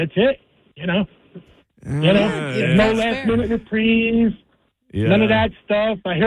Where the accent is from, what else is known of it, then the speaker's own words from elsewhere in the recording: Union County, New Jersey, United States; originally I'm from Union County. I'm still in Union County, but Kenilworth.